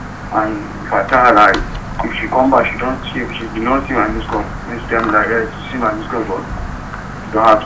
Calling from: Nigeria; I'm calling from Danigua.

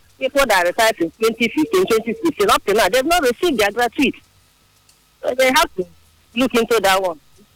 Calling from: Nigeria; I'm calling from Odibo.

